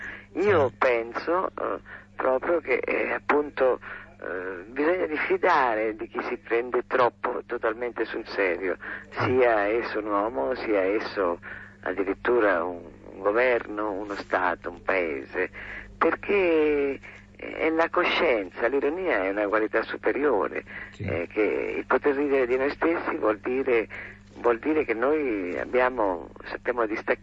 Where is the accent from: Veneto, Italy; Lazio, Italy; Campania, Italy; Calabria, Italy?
Lazio, Italy; Rome; born there; No, la famiglia di origine di Zurigo, ma un'origine molto lontana, perché sono, sì, tre generazioni da mio padre che sono italiani.